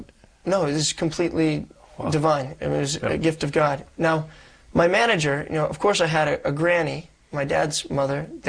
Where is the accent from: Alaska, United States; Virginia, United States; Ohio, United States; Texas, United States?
Ohio, United States; Columbus; Yes, I'm born and raised in Columbus, Ohio.